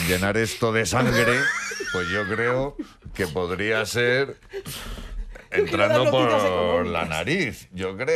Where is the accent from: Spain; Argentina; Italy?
Spain; Madrid, Community of Madrid; Porque yo soy madrileño, vivo aquí en Madrid y estoy todo el año trabajando muchísimo por todas partes